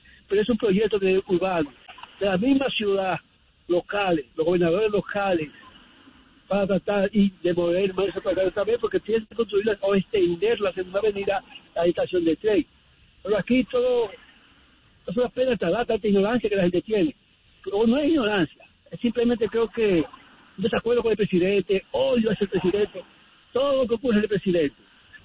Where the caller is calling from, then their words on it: New York, United States; Yo te llamo de Queens, Richmond Hill, New York.